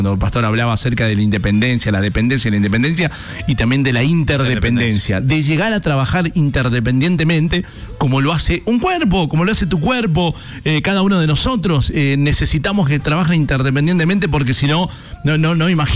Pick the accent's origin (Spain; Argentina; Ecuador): Argentina